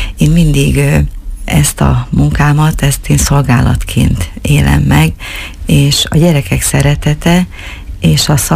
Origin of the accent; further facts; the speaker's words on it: Semjén, Borsod-Abaúj-Zemplén, Hungary; Én egy nagyon kicsi faluban, a Bodrog közben, Seményben nevelkedtem. Ez a település, ez egy 300-400 főből állt, de nagyon református község volt ez.